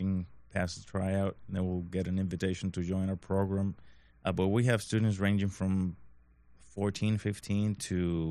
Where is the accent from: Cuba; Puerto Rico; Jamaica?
Puerto Rico; moved away as an adult; now in Junction City, United States; I'm originally from Puerto Rico, so I grew up going to events and watching them, you know, perform.